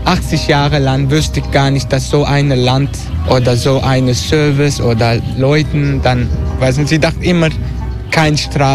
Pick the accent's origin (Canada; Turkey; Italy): Turkey; German is a second language; ich komme aus Türkei, dann ich möchte Tourismus und Türkei ist natürlich berühmt mit das und deswegen bin ich zurückgekommen.